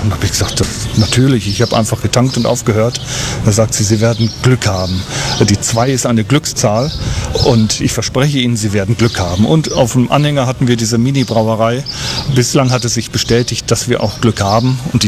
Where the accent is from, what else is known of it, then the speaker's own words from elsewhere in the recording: Bielefeld, North Rhine-Westphalia, Germany; moved away as an adult; now in Czech Republic; 1998 hat es mich nach Tschechien verschlagen. Ich bin gebürtiger Bielefelder und gelernter, staatlich geprüfter Spinner und bin mit der Arbeit nach Tschechien gekommen